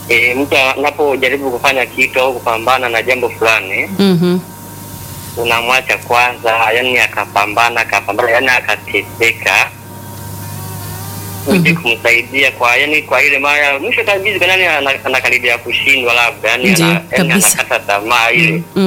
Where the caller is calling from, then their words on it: Burundi; Natoka nchini Burundi.